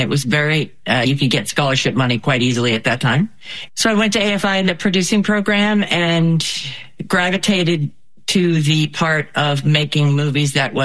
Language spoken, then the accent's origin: English; Massachusetts, United States; so I grew up in Massachusetts.